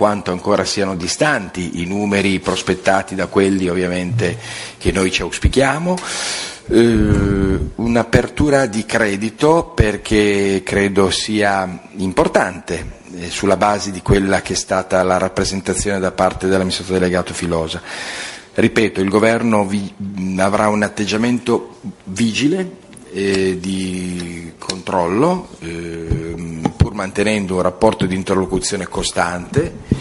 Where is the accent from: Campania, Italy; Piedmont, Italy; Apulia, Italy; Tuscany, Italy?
Piedmont, Italy; Turin; da torinese, da mirafiorese, credo di interpretare in maniera trasversale il pensiero anche di altri colleghi